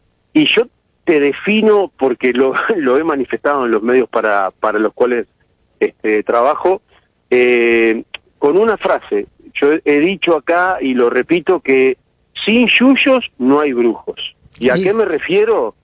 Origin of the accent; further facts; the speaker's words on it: Uruguay; Nosotros los uruguayos somos muy especiales en eso, somos muy de lo nuestro